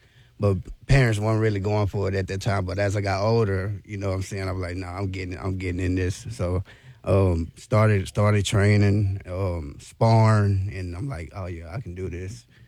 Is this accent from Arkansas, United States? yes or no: yes; England, Arkansas, United States; England, Arkansas.